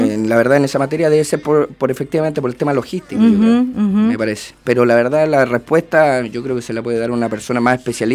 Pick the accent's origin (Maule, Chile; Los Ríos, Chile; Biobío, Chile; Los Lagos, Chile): Los Lagos, Chile; Osorno; yo soy de Osorno